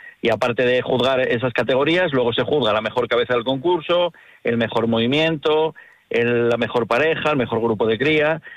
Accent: Castile and León, Spain; yo soy de la zona. Uh-huh. Yo soy de... Mis abuelos vivían en Riaño, mi padre de las Alas, toda mi familia es de esa zona.

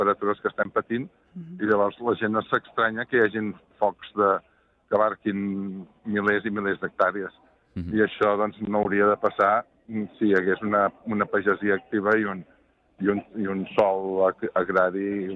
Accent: Catalonia, Spain; soc del Penedès i bàsicament tinc vinyes

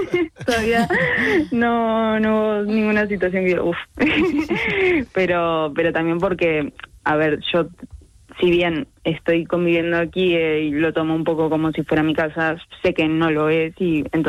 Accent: Argentina; porque si bien yo soy argentina, mi familia toda de España

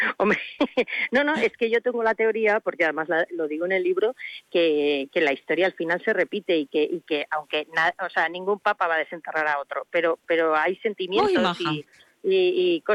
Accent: Navarre, Spain; Soy de la Ribera, ¿vale?

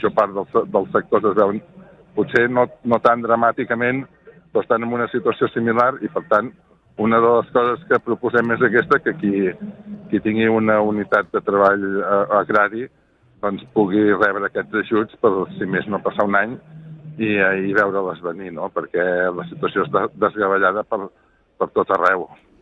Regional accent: Catalonia, Spain

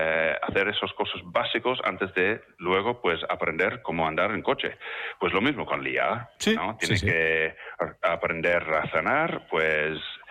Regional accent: Ireland; Spanish is a second language; Yo, por ejemplo, yo a veces soy extranjero, yo soy de Irlanda

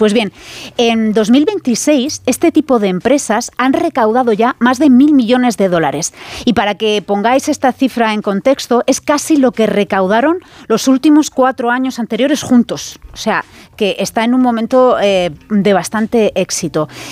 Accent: Region of Murcia, Spain; accent: Murcian; El bajo murciano, entonces graciosico, somos graciosicos.

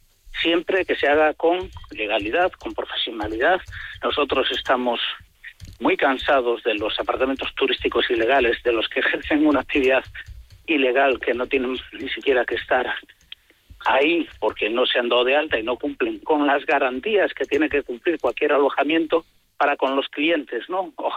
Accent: Valladolid, Castile and León, Spain; Yo siempre digo que somos los vallisoletanos los primeros que nos tenemos que creer las bondades de nuestra ciudad

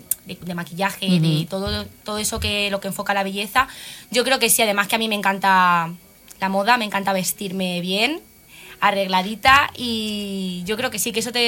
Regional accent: Ciudad Real, Castilla-La Mancha, Spain; yo como mujer manchega que soy, nacida en Ciudad Real, además, como digo, manchega por los cuatro costados

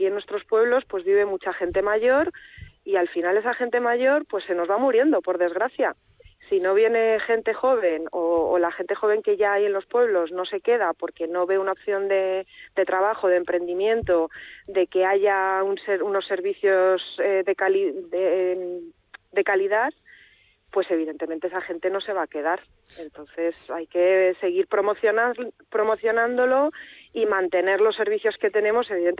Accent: Castile and León, Spain; Entonces, yo soy una gran afortunada sí. del medio rural en Castilla y León.

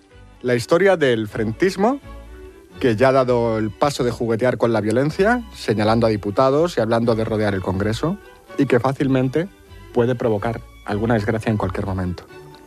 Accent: Spain; A ver si así pues como en Argentina, los españoles nos partimos la cara

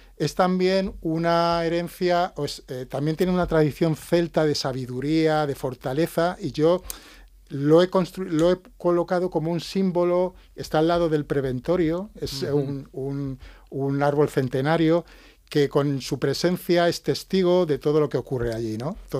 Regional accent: Madrid, Community of Madrid, Spain; born there; also born or lived in Camariñas, Galicia; mi padre es de la zona de Camariñas. Yo no soy gallego, yo nací en Madrid

